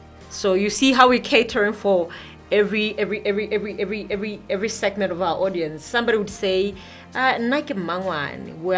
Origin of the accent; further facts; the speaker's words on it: Malealea, Lesotho; I'm a girl from Malealea